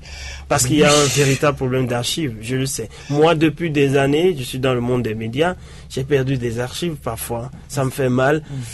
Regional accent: Benin; Mais moi, en tant que Béninois, avant de faire affaire avec vous

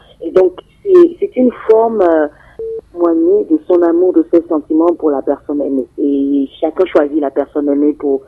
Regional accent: Benin; born there; also born or lived in Parakou, Benin; Ma mère est de Agon-Likové, je suis née à Agon-Likové

